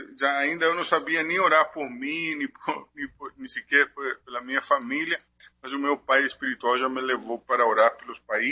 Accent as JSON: {"language": "Portuguese", "town": "Resistencia", "region": "Chaco", "country": "Argentina", "tie": "born or raised there", "second_language": "Portuguese", "moved": "yes", "said": "Muito bem, eu nasci, eu sou nordestino da Argentina. É, nasci na Argentina no ano de 1970 e vivi todo esse tempo no norte, numa cidade que se chama Resistência, a capital de um estado do norte e nordeste da Argentina."}